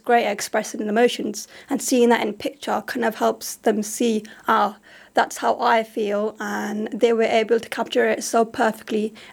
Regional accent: Azad Kashmir, Pakistan; now in United Kingdom; yes, I'm from Azad Kashmir, but I'm also British. I'm both, and they make who I am as a person.

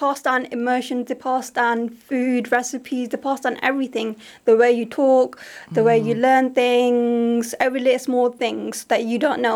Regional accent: Azad Kashmir, Pakistan; now in United Kingdom; yes, I'm from Azad Kashmir, but I'm also British. I'm both, and they make who I am as a person.

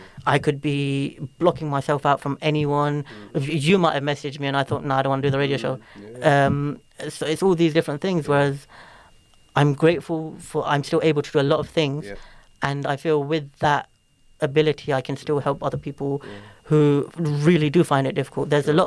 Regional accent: Luton, East of England, United Kingdom; I mention that I'm from Luton

